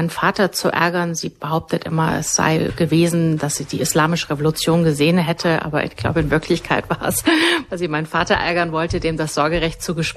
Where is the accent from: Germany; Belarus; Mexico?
Germany; Bavaria; born there